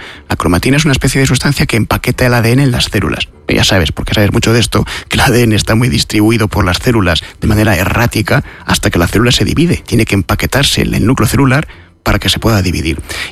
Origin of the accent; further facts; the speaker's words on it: Madrid, Community of Madrid, Spain; yo como madrileño tengo un 0,00177% de posibilidades de terminar siendo jurado en ese juicio.